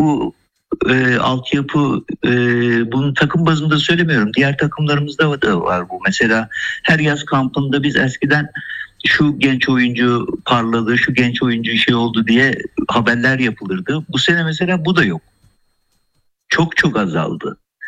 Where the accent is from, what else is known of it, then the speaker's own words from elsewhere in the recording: Bartın, Bartın Province, Turkey; Yok, ben Bartınlıyım.